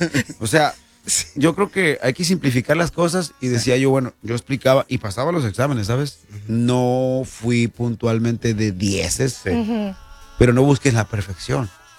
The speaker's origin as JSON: {"language": "Spanish", "town": "Cacalotán", "region": "Sinaloa", "country": "Mexico", "moved": "yes", "said": "hice un grupo de soy de Cacalotán"}